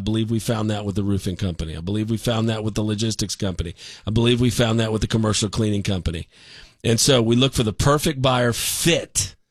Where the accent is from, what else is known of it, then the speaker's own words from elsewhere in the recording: Dallas, Texas, United States; I'm originally from Lake Highlands. I met Mike Mayers in Lake Highlands back in, I think it was around 1985, 86.